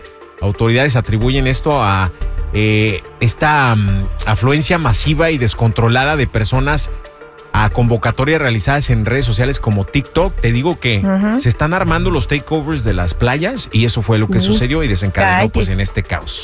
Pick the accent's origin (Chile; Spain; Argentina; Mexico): Mexico; now in United States; somos hermanos, mexicanos y colombianos, somos hermanos